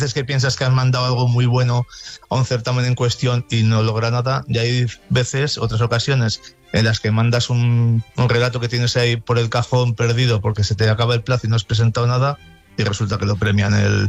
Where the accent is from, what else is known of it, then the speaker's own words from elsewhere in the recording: Haro, La Rioja, Spain; en el certamen San Felices de Bilibio, que además es de mi pueblo, en Aro, me dieron mi peso en vino